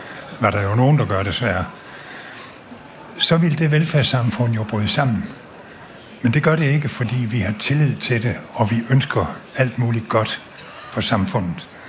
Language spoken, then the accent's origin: Danish; Region of Southern Denmark, Denmark; Og jeg er jo dansk sønderjyde. Og i Sønderjylland, der har man ingen fordomme mod tyskere, tværtimod.